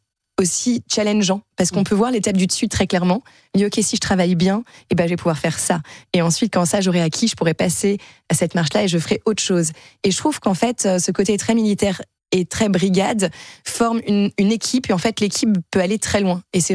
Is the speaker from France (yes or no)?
yes; France; comme je suis française, d'aller apprendre à faire du pain pour monter ma boulangerie.